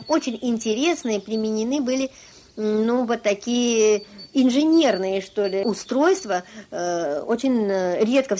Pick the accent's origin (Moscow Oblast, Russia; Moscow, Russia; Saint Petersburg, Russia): Saint Petersburg, Russia; Я родилась в Ленинградке, коренная ленинградка, и очень люблю свой город.